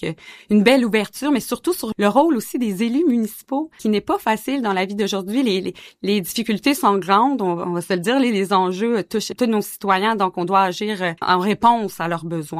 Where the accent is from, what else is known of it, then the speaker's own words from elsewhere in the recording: Havre-Saint-Pierre, Quebec, Canada; also born or lived in Trois-Rivières; c'était clair que je voulais revenir chez moi, à Saint-Pierre.